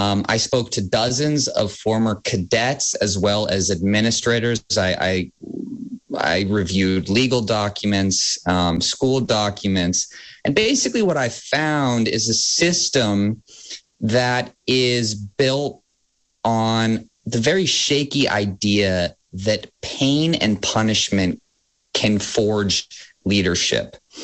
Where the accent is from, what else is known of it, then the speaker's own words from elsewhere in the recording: Vermont, United States; moved away as an adult; now in New York, United States; my girlfriend and I found a house in Barnet, just a few miles from where I grew up in the Northeast Kingdom. And so once she finishes graduate school, I will be moving back full time and hopefully finding some role in Vermont